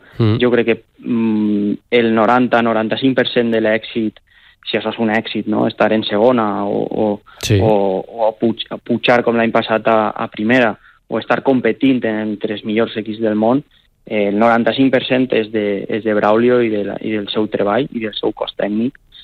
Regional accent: Alzira, Valencian Community, Spain; som els tres d'Alcira

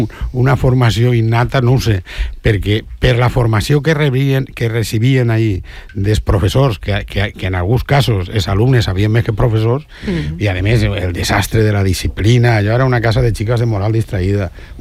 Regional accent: Sueca, Valencian Community, Spain; al col·legi del meu poble, de Sueca

